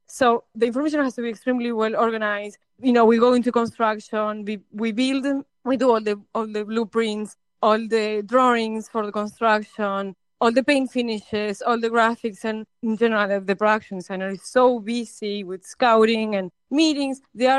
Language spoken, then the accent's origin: English; Mar del Plata, Buenos Aires Province, Argentina; moved away as an adult; I'm originally from Mar del Plata, Argentina, as you mentioned, and I grew up in the early 2000s when I was a teenager, going to the Mar del Plata Film Festival